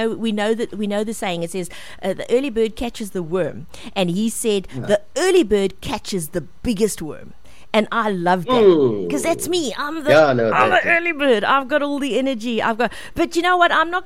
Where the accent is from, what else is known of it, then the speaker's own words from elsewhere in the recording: Gqeberha, Eastern Cape, South Africa; born there; now in George, South Africa; I was born in Gqeberha.